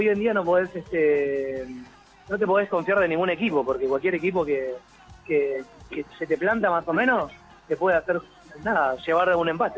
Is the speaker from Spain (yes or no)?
no; Argentina; somos el argentino